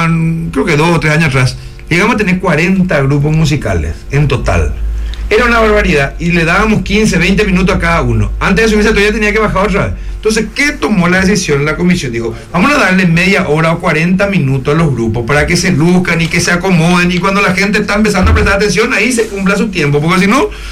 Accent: Luque, Central, Paraguay

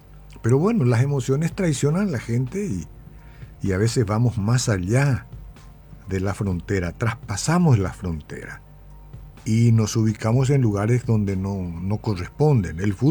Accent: Paraguay; como nos tocó a nosotros como paraguayos participar

